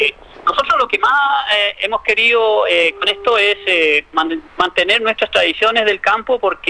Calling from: Chile

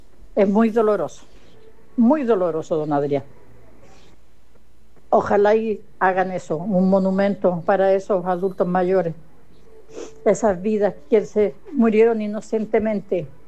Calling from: Los Ríos, Chile; Yo soy de acá, de Calfuco, camino a Hualpín

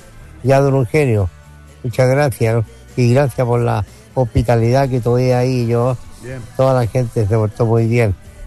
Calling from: Quillota, Valparaíso, Chile; yo soy de Quillota, soy un hincha quillotano.

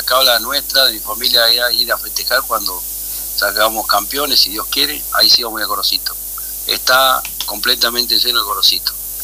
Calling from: Argentina

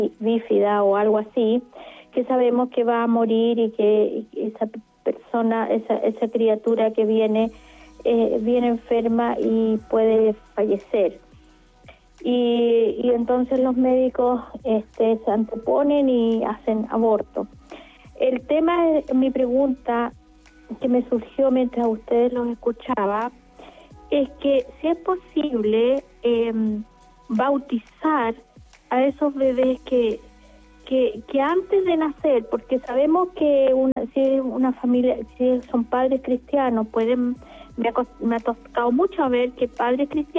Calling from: Santiago, Santiago Metropolitan Region, Chile; De La Reina

